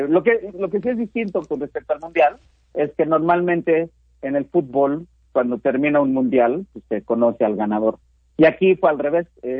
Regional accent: Mexico

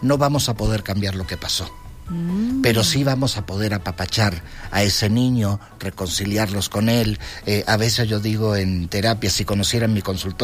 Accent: Argentina; now in Mexico; y más del país de donde vengo, que soy el argentino más mexicano. Bueno, me toca vivir en el transcurso de mi infancia una dictadura militar

